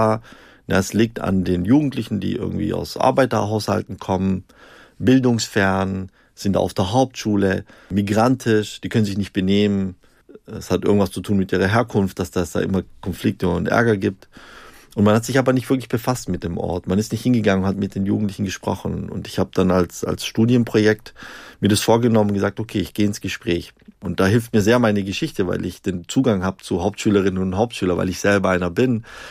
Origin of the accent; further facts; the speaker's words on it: Stuttgart, Baden-Württemberg, Germany; Ich komme ja aus Stuttgart.